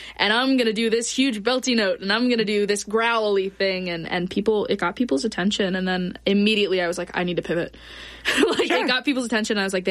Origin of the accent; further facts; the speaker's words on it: Granite City, Illinois, United States; So I grew up in Granite City, Illinois, which is this tiny little steel mill town right outside of St. Louis.